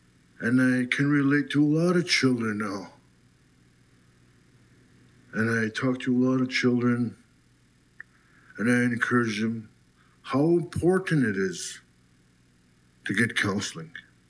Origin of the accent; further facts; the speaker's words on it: North Caribou Lake, Ontario, Canada; I'm from North Caribou Lake, also known as Round Lake, Yagama Lake.